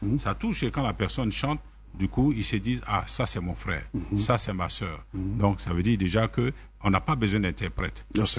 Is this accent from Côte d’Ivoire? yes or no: yes; Daloa, Sassandra-Marahoué, Côte d’Ivoire; Vavoa, et je suis né à Daloa, où j'ai appris à parler quand même la langue bété, que je comprends, même si je ne parle pas couramment, mais je comprends.